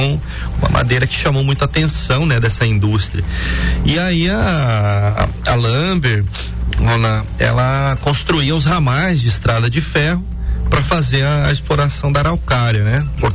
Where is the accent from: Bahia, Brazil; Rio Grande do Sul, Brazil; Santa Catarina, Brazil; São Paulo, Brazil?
Santa Catarina, Brazil; Três Barras; moved away as an adult; now in Vale do Aço, Brazil; lá em Três Barras, que é a minha terra natal.